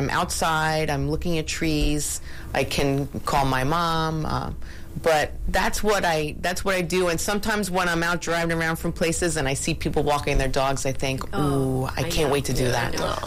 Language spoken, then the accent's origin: English; Massapequa, New York, United States; moved away as an adult; also born or lived in Bronx, New York / Manhattan, New York; now in Manhasset, United States; I grew up in Massapequa. I was born in the Bronx, and my father had a law partner who said, hey, people are moving out to Massapequa. So we moved there when I was two